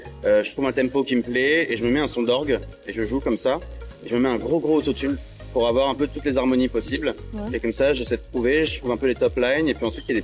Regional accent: Angoulême, Nouvelle-Aquitaine, France; Angoulême, là d'où je viens

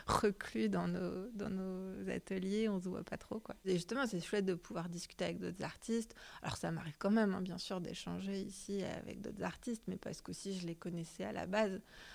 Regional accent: Toulouse, Occitanie, France; now in Le Havre, France; ça fait 11 ans que je suis au Havre, mais à la base, je suis de Toulouse.

